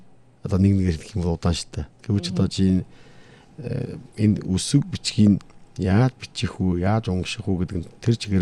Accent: Ordos, Inner Mongolia, China; За энэ намуа гэсэн үг бол манай хангийн гошунд байдаг.

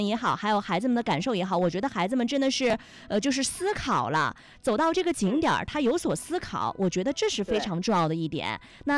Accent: Inner Mongolia, China; 还是我们内蒙古比较好哈，比较凉快。美是美，但是我还是觉得我们家乡好

